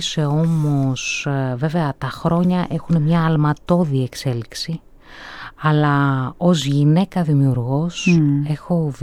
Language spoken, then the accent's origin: Greek; Thessaloniki, Central Macedonia, Greece; now in Athens, Greece; μεγάλωσα στη Θεσσαλονίκη